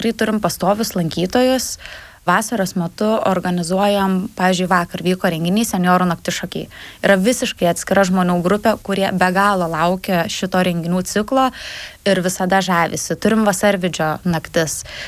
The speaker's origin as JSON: {"language": "Lithuanian", "region": "Šiauliai County", "country": "Lithuania", "said": "Esu kilusi iš Akmenės rajono, iš dar mažesnio šiek tiek nutolusio miestelio, bet visada širdis buvo čia"}